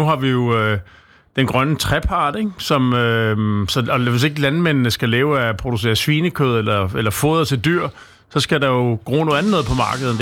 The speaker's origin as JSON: {"language": "Danish", "area": "Lolland", "region": "Zealand", "country": "Denmark", "tie": "born there", "said": "Jeg er født på Lolland"}